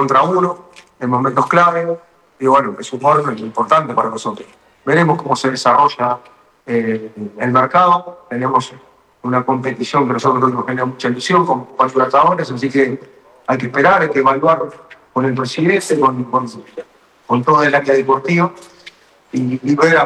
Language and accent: Spanish; Uruguay; como entrenador y como uruguayo